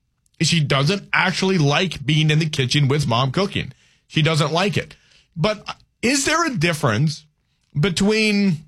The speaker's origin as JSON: {"language": "English", "region": "Louisiana", "country": "United States", "said": "I'm a Cajun who doesn't like red beans and rice. I'm also, by the way, a Cajun who doesn't like okra in his gumbo."}